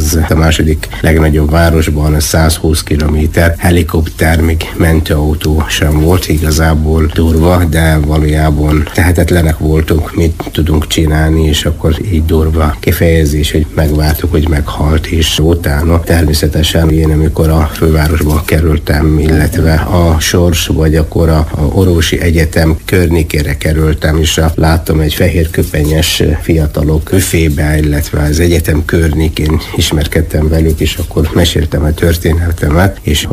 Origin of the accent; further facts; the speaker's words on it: Yemen; Hungarian is a second language; moved away as an adult; now in Hungary; Jemenben egy kis faluban nevelkedtem. Ilyen 120 km a Jemen második legnagyobb városától fekszik. Ott szereztem meg az általános iskolai végzettségem.